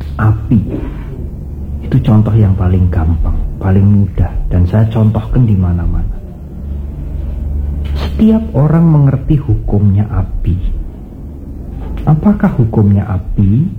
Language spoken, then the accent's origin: Indonesian; Blora, Central Java, Indonesia; Di daerah saya di Blora itu ada satu desa yang namanya Pelotot.